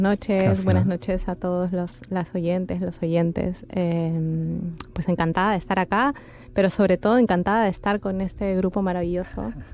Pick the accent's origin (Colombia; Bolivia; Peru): Peru; now in Spain